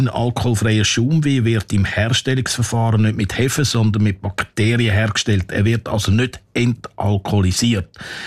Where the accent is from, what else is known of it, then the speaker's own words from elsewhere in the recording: Switzerland; Bei uns in der Schweiz berechnet man für einen Anlass, der etwa 6 Stunden dauert, pro Person 1,5 bis 2 Deziliter Wein.